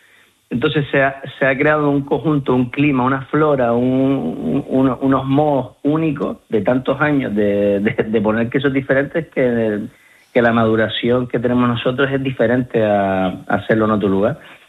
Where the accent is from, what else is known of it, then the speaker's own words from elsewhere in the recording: Canary Islands, Spain; sido especialista siempre en la maduración de quesos artesanales de aquí de Gran Canaria. Después ya nos mudamos a la capital, de Las Palmas.